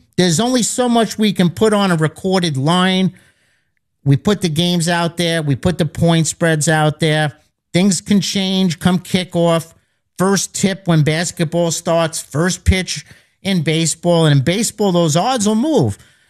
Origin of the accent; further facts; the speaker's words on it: Hoboken, New Jersey, United States; I grew up in Hoboken, New Jersey. And it was a different time back then. Like I said, I'll be 64.